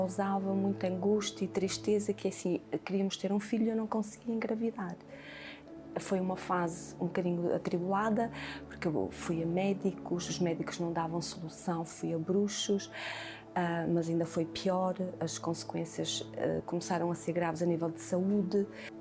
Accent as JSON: {"language": "Portuguese", "town": "Porto", "region": "Norte", "country": "Portugal", "moved": "yes", "lives_now": "Almada, Portugal", "said": "Às vezes eu vinha cá à Almada, porque eu sou do Porto."}